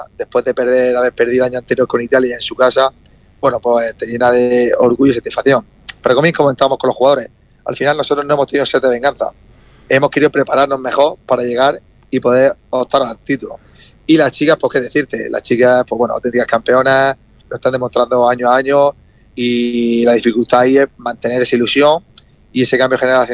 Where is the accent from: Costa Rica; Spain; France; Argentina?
Spain; Alcantarilla, Region of Murcia; No, yo estoy en Fortuna. Yo soy de Alcantarilla, pero estoy en Fortuna precisamente.